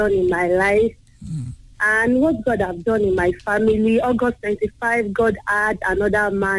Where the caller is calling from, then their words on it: Ibadan, Oyo, Nigeria; I'm calling from Okepad in Ibadan.